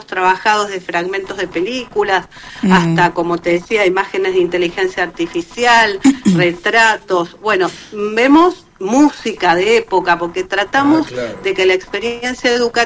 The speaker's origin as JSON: {"language": "Spanish", "country": "Argentina", "moved": "yes", "lives_now": "Barcelona, Spain", "said": "somos argentinos."}